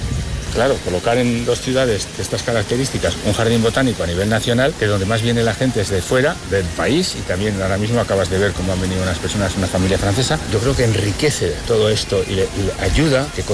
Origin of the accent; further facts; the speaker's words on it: Hormilla, La Rioja, Spain; born there; Yo nací en Hormilla.